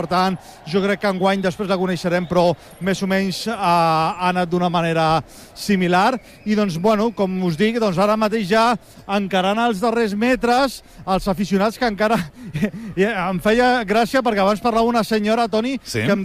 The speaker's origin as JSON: {"language": "Catalan", "town": "Alicante", "region": "Valencian Community", "country": "Spain", "said": "Sóc de l'equip de la meva ciutat. Ah. I jo sóc alacantí."}